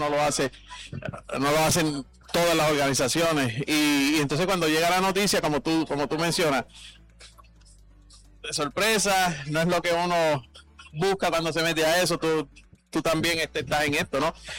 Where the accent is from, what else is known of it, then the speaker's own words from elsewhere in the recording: Comerío, Puerto Rico; yo soy natural de Comerío, pero he estado en Caguas, en Sidra